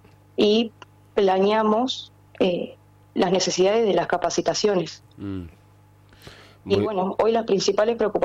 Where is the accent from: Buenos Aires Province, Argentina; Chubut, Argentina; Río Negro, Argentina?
Río Negro, Argentina; Viedma; Sí, de Viedma.